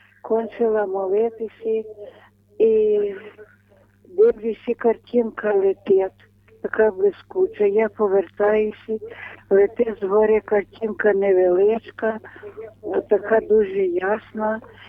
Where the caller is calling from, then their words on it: Khmelnytskyi Oblast, Ukraine; мені вже 92 роки, 93 рік. Я з Хмельниччини.